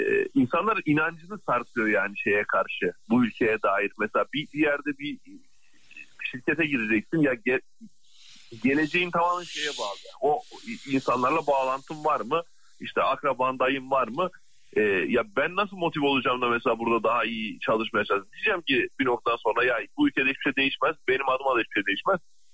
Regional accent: İskilip, Çorum, Turkey; Çorumlusum abi. Çorum İskilipliyim.

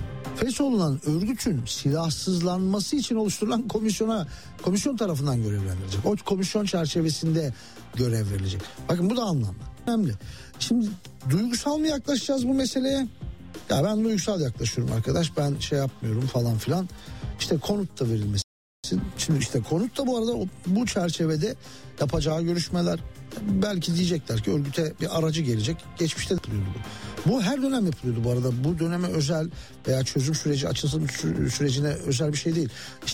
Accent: Muş, Muş Province, Turkey; belki benim memleketim Muş, Varto'da, Varto'lu değilim, Muşlu'yum. Muş'un Varto ilçesinde

